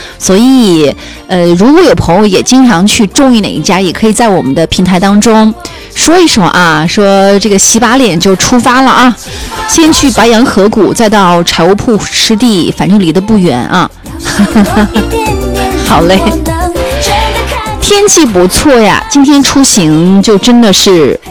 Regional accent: Ürümqi, Xinjiang, China; 因为我从小到大目前为止呢，在新市区活动都相对会少一点啊。就我都是在天山区长大的嘛，所以可能对城南熟一点。

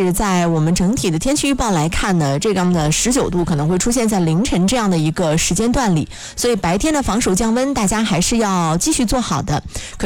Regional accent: China; 立秋真的是最懂我们中国人的含蓄了

